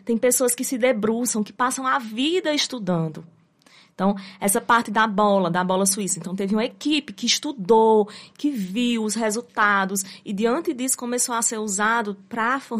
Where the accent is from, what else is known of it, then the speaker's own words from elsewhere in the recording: Ceará, Brazil; now in Tarauacá, Brazil; que é seguido no Ceará, que é de onde eu venho, né?